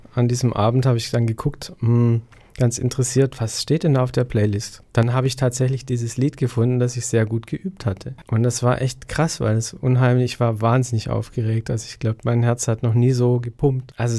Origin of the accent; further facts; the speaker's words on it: Baden-Württemberg, Germany; Ich komme aus Haupt am Neckar und ist in der Nähe von Stuttgart und das sind so ungefähr 800 Kilometer von hier.